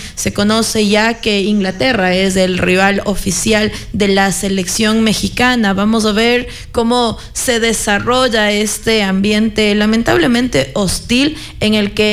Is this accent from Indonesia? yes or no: no; Ecuador